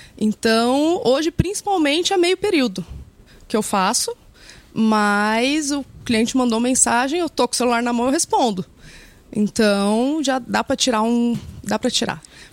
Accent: São José dos Campos, São Paulo, Brazil; also born or lived in Japan / Germany; Eu sou de São José dos Campos e morei um ano no Japão.

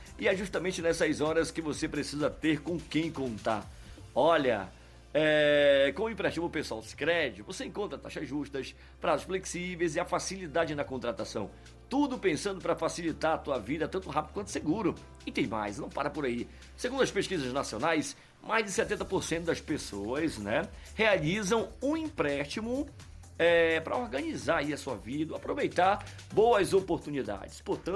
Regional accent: Brazil; sou brasileiro

